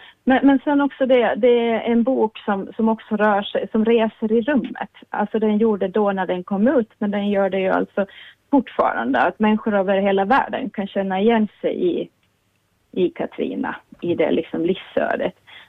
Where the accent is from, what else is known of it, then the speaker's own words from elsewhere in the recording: Åland Islands; moved away; jag är ju själv född och uppvuxen på Åland